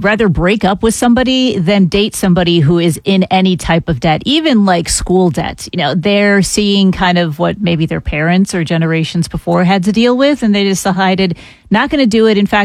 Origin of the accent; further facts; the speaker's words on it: Midwest, United States; I grew up in the Midwest. We had no gangs.